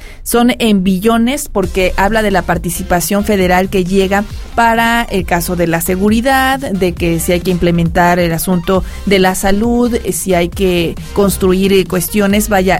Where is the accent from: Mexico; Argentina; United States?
Mexico; Eso nos preocupa como mexicanos